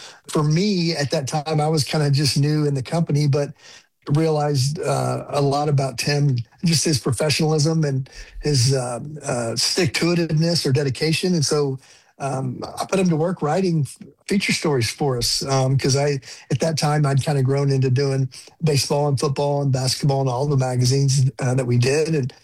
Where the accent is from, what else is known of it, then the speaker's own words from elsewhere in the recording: Dallas, Texas, United States; I grew up in the Dallas area.